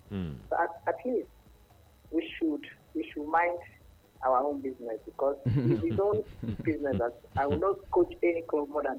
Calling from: Ogun, Nigeria; I'm calling from Ogun State.

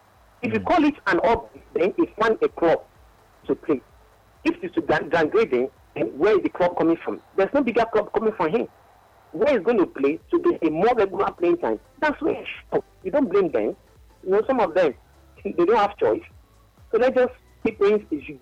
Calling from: Lagos, Nigeria; I'm calling from Ikoyi.

